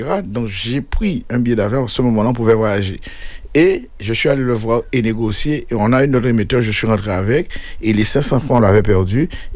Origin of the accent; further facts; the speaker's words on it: Guadeloupe; Et le Guadeloupéen, c'est ça. On n'aime pas tellement être guidé.